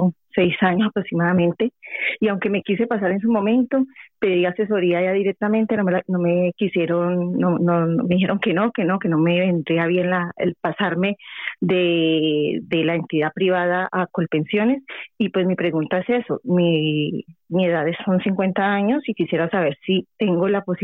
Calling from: Madrid, Community of Madrid, Spain; Hablo desde Madrid.

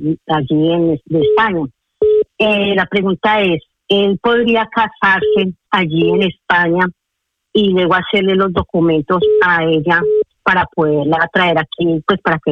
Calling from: Norway; Adelante. Estoy llamando desde Noruega.

